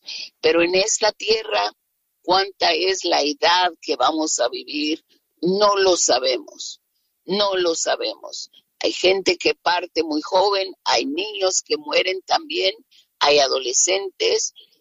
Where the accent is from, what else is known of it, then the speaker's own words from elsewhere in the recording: Mexico City, Mexico; now in Phoenix, United States; yo soy de la Ciudad de México